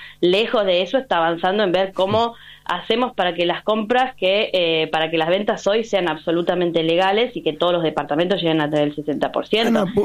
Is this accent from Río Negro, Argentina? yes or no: yes; Río Negro, Argentina; yo soy del departamento de Bariloche.